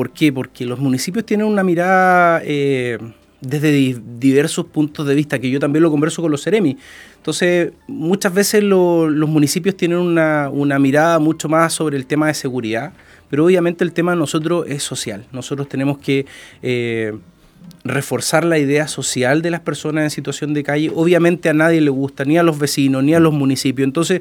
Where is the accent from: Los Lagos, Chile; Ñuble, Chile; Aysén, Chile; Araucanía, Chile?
Los Lagos, Chile; Ancud; moved away as an adult; now in Puerto Montt, Chile; No, yo soy chilote, soy ancuditano, así ¿ya? que igual estoy prestado en Puerto Montt. Llevo 3 semanas de puertomontino ya viviendo en la comuna.